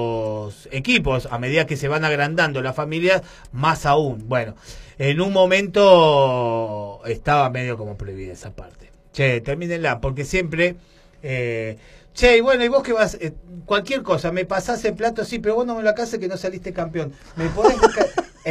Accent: La Plata, Buenos Aires Province, Argentina; yo como soy oriundo de La Plata

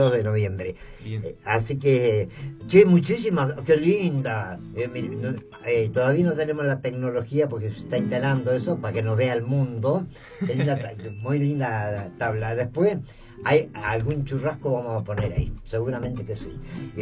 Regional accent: Esquel, Chubut, Argentina; now in El Bolsón, Argentina; hace 50 años que vivo en este lugar. Sin pretender de quedar bien, la verdad, la comarca andina, el Bolsón, la comarca andina. Y es mi lugar en el mundo, yo soy de Esquel.

